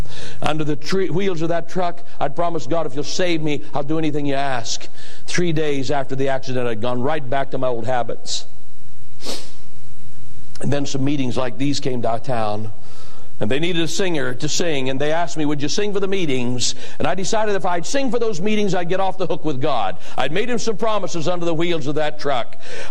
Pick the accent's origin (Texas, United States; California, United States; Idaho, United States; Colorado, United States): Idaho, United States; Payette; I'm from Payette, just across the river there from the Baker.